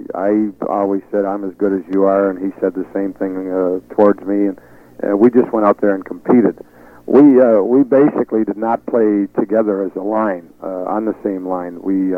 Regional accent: Canada; As you said, I was raised in Canada, so I learned all my hockey in Canada.

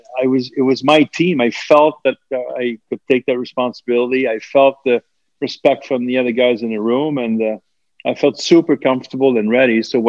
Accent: Montreal, Quebec, Canada; Yeah, well, like I said, I was a kid from Montreal

